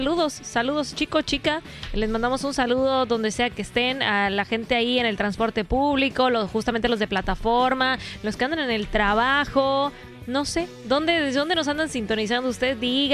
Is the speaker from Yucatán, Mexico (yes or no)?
yes; Yucatán, Mexico; accent: neutral; solamente ser mexicana, ser yucateca, que yo sé que no, luego siempre me dicen, es que no suenas como yucateca, tengo el acento neutral, pero soy yucateca, soy 100% yucateca